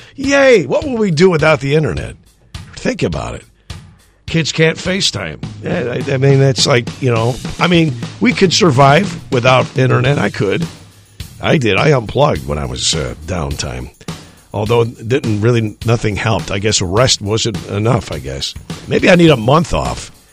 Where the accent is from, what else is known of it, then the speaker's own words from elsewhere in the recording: Lansing, Illinois, United States; Counts, my hometown of Lansing, twice now, my parents' old neighborhood in Oakwood Estates, and then Schultz Park, which is not too far from Thornton Fractional South High School, where I attended school, good old TF South